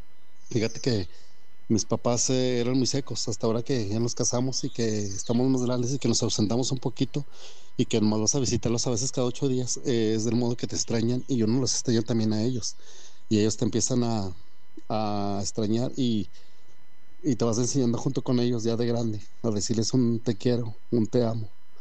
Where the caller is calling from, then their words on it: Calera, Zacatecas, Mexico; de Calera, Zacatecas.